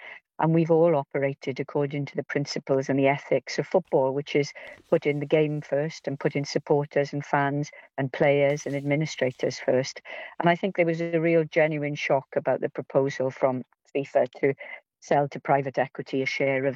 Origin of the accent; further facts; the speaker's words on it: Wales, United Kingdom; I'm Welsh